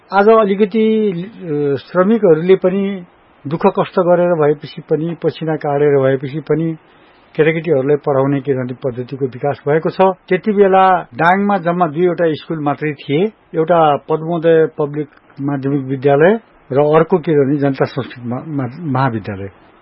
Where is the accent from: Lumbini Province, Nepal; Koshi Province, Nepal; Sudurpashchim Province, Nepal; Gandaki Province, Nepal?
Lumbini Province, Nepal; Dang; also born or lived in Bijauri, Dang; म हापुर बिजौरी … माइलो सन्तानको रूपमा छोरातर्फ माइलो सन्तानको रूपमा म जन्मिएको हुँ।